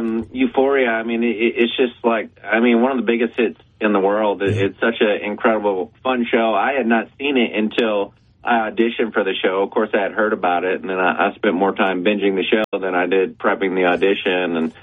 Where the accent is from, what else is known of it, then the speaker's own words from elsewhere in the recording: New Roads, Louisiana, United States; So I lived in New Roads for a bit as a young man. Growing up on False River, and if you know it, it's such a beautiful little town to visit